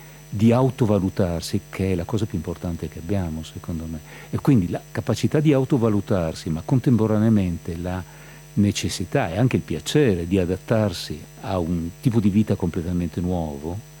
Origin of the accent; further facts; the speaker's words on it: Trieste, Friuli-Venezia Giulia, Italy; also born or lived in Brazil; Io sono, diciamo, di origini triestine, nel senso che sono triestino di per sangue e per formazione. I miei si sono trasferiti nel Brasile nel 48, 1948, la prima ondata di emigrazione post-bellica per quanto riguarda la città di Trieste